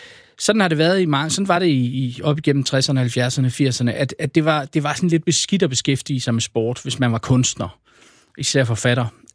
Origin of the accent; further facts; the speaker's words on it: Aarhus, Central Denmark Region, Denmark; jeg er aarhusianer